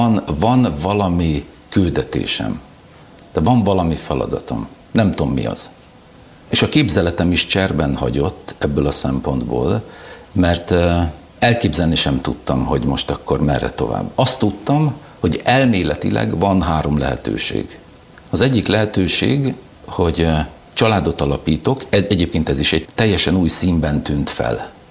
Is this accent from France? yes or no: no; Hungary; first language German; Hungarian is a second language; származású volt, tehát ilyen bajor ősöktől származó magyarországi németek. És ezért ugye nekem ez az anyanyelvem igazából.